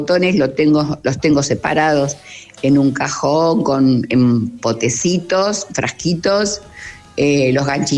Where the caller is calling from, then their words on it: Granadero Baigorria, Santa Fe, Argentina; de Baigorria.